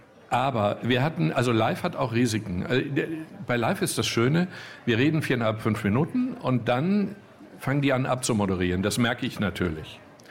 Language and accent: German; North Rhine-Westphalia, Germany; ich komme aus dem Ruhrgebiet